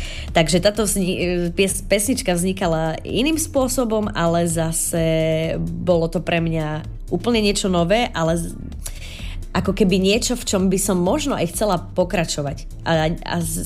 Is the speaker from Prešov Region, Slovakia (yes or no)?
yes; Bardejov, Prešov Region, Slovakia; born there; lebo ja som z Bardejova, ja som rodačka z Bardejova